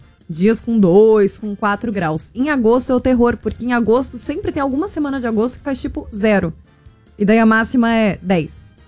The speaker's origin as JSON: {"language": "Portuguese", "region": "South Region", "country": "Brazil", "moved": "yes", "said": "eu sou do Sul"}